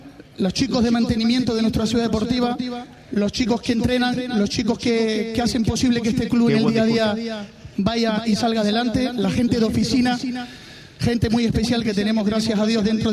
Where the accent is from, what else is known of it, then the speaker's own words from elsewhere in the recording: Tenerife, Canary Islands, Spain; somos canarios, somos tinerfeños